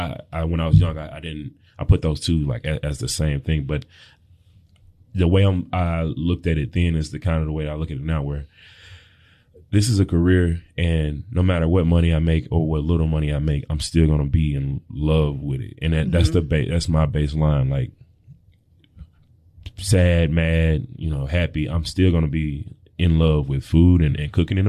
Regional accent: Tennessee, United States; we're in Tennessee and I grew up in Tennessee, you know, it's a landlocked state

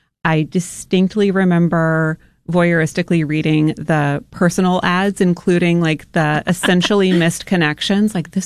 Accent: Memphis, Tennessee, United States; So I grew up in Memphis. I was raised by a couple of English teachers.

